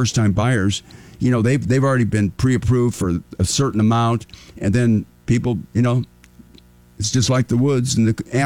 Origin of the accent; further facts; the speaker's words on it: Wyoming, United States; now in Sacramento, United States; Even my home state of Wyoming